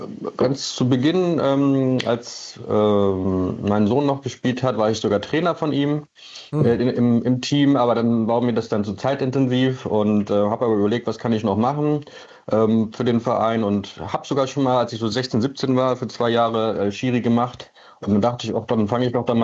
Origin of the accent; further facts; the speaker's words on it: Lower Saxony, Germany; Ja, ich bin in der Nähe von Hannover groß geworden